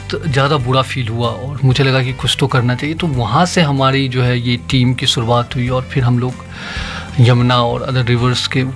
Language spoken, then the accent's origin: Hindi; Bihar, India; now in Delhi, India; मैं जब दिल्ली, मैं बिहार से बिलोंग करता हूँ, मैं जब दिल्ली आया